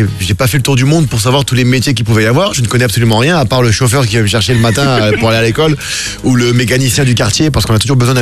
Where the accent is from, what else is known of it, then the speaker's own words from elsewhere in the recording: Fréjus, Provence-Alpes-Côte d'Azur, France; moved away as an adult; j'ai quitté Fréjus, bon, j'ai commencé à 16 ans à travailler, donc voilà, j'ai quitté Fréjus à 19 ans, 19, 20 ans